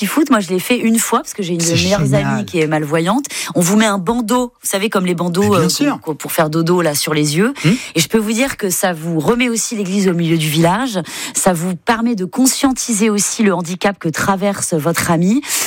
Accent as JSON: {"language": "French", "region": "Brittany", "country": "France", "said": "C'est froid, comme chez moi en Bretagne, une combi, et puis c'est parti, au Drazo."}